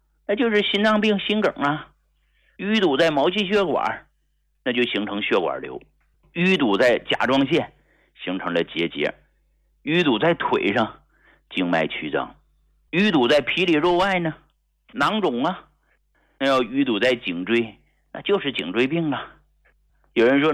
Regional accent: Hegang, Heilongjiang, China; 就我到今天，我依然没有忘记我是从哪儿来的。你看我现在我的身份证依然是黑龙江鹤岗工农区的，如果时间能够重来，我一定要回到小时候

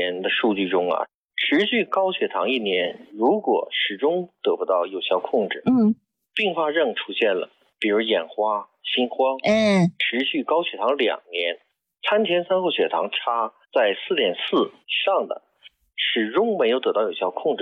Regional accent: China; 但是我们中国人跟西方人的饮食差距为什么要大呢？

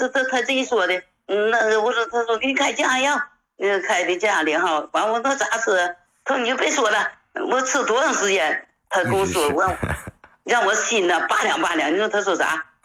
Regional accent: Fushun, Liaoning, China; 首先是介绍一下，我是来自辽宁抚顺的。

